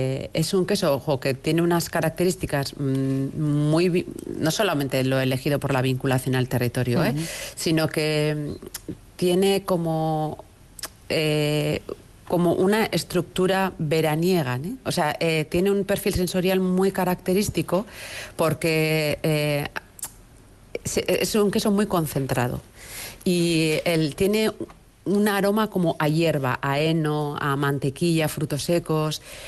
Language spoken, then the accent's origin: Spanish; Basque Country, Spain; Nosotros, como vascos que tenemos la capacidad de identificar estos paisajes